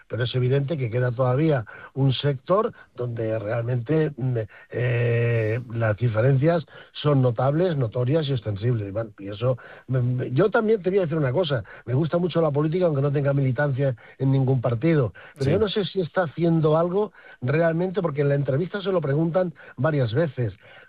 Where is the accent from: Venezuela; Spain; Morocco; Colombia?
Spain; Villanueva de la Serena, Extremadura; now in Catalonia, Spain; Villanueva de la Serena, que es mi pueblo natal